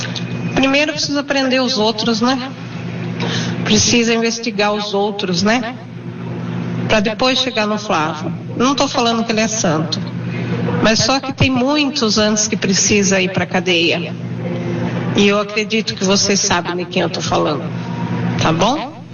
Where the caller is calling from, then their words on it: Itu, São Paulo, Brazil; sou daqui da cidade de Itu.